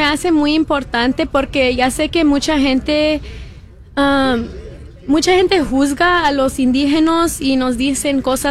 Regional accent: Oaxaca, Mexico; Okay, pues primeramente yo soy una oaxaqueña, me gusta mucho desde pequeña bailar.

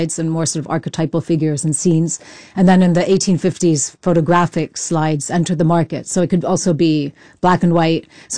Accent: Doncaster, Yorkshire and the Humber, United Kingdom; born there; also born or lived in London; moved from London to Doncaster, and then also being mixed myself

